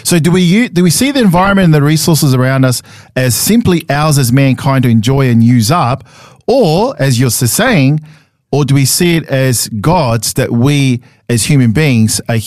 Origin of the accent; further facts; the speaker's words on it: Sydney, New South Wales, Australia; because I grew up in Sydney, went to primary school Sydney